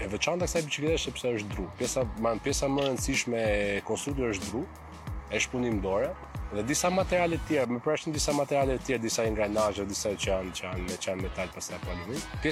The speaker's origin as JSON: {"language": "Albanian", "town": "Shkodër", "region": "Shkodër County", "country": "Albania", "tie": "born or raised there", "moved": "yes", "lives_now": "Tirana, Albania", "said": "në qytetin tim të origjinës, më qenë që jam Shkodran"}